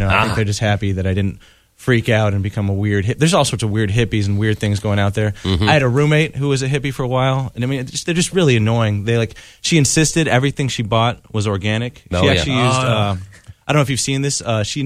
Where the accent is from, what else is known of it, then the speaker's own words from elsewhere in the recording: California, United States; I grew up in California, and I grew up in college.